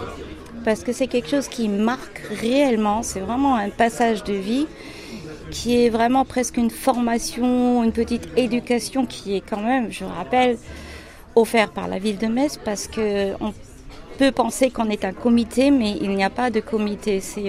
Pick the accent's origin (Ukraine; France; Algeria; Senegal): Ukraine; en tant que quelqu'un qui est né de loin, je suis ukrainienne, je peux montrer comment les cultures différentes, ils peuvent se rencontrer